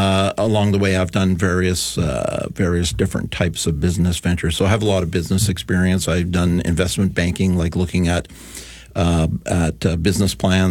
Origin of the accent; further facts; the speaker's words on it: Esquimalt, British Columbia, Canada; people say, oh, where are you from? Thinking that we're like from Chicago or Detroit or something.